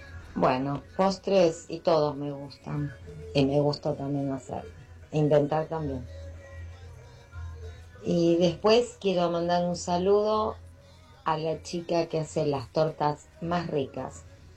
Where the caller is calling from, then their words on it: San Justo, Buenos Aires Province, Argentina; de San Justo.